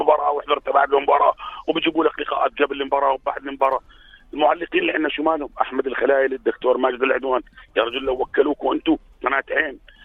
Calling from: Irbid, Irbid Governorate, Jordan; طب انا كمواطن من اربد

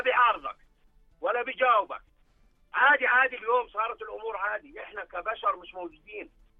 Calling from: Jordan; عندنا في الأردن

